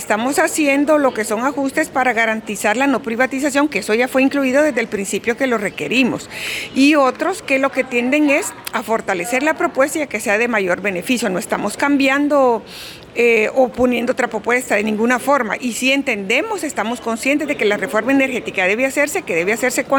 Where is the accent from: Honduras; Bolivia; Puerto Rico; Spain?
Honduras; no solo como legisladores, sino como hondureños